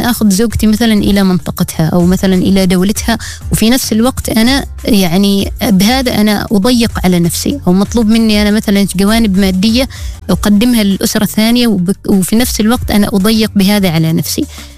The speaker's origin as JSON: {"language": "Arabic", "country": "Oman", "said": "نحن كعمانيين"}